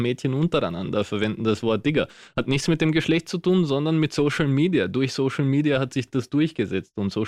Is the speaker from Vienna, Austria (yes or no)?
yes; Vienna, Austria; so bin ich aufgewachsen tatsächlich in Favoriten, einem Bezirk mit über 200.000 Einwohnern, tatsächlich sehr stark von Migration geprägt.